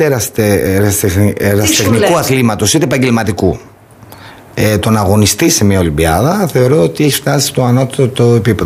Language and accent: Greek; Agrinio, Western Greece, Greece; Γιατί δεν μπορεί να με στηρίξει το Αγρίνιο η πόλη μου.